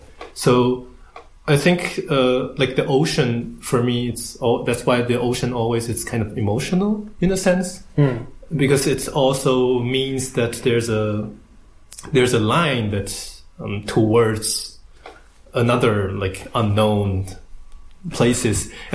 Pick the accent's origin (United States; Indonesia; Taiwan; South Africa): Taiwan; I'm traveling from Taiwan to here, and I met a lot of people